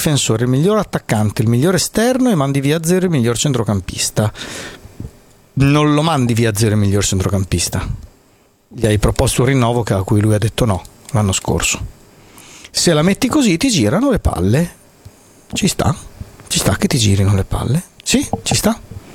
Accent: Bologna, Emilia-Romagna, Italy; Io sì, perché sono di Bologna, quindi... sapevo che sarebbe successo.

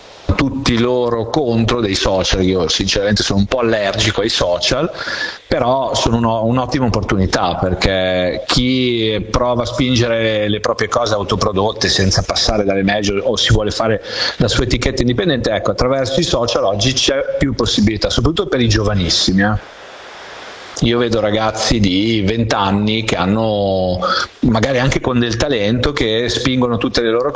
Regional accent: Bologna, Emilia-Romagna, Italy; È un amico con cui sono cresciuto a Bologna

